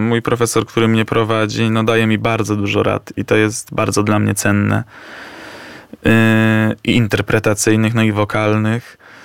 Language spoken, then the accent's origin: Polish; Lublin, Lublin Voivodeship, Poland; u nas w Lublinie